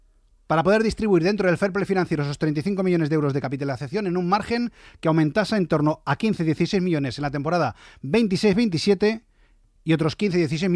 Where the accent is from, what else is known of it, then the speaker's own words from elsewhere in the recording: Vigo, Galicia, Spain; 1-23-59, soy de Vigo.